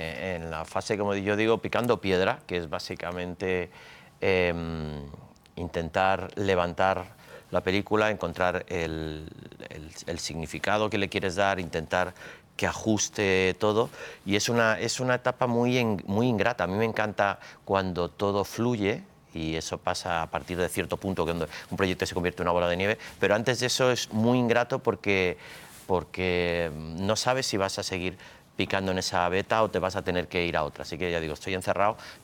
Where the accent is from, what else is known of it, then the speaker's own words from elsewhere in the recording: Chile; born there; moved away; Yo nací en Chile y me libré del golpe de Estado porque mi madre, que es española y que ella vivió la guerra civil, mi madre tiene ahora 95 años, ella decidió salir del país 15 días antes del golpe de Estado.